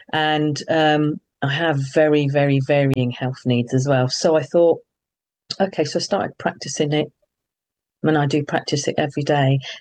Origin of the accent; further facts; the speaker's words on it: London, United Kingdom; moved away; also born or lived in Australia; I'm from London originally